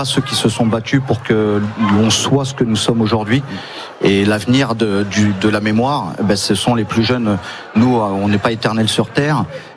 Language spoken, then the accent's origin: French; Mourmelon-le-Grand, Grand Est, France; Donc on vient de Mourmelon-le-Grand dans la Marne, donc à une 140aine de kilomètres d'Albert.